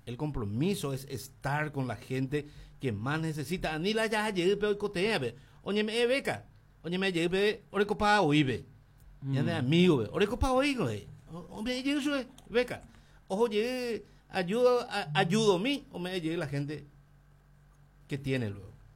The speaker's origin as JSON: {"language": "Spanish", "town": "Coronel Oviedo", "region": "Caaguazú", "country": "Paraguay", "tie": "born there", "said": "Yo tengo 56 años. Es cierto, parezco de 30. Pero tengo 56 años. Nací aquí en Coronel Oviedo. Y quiero morir aquí en la ciudad de Coronel Oviedo"}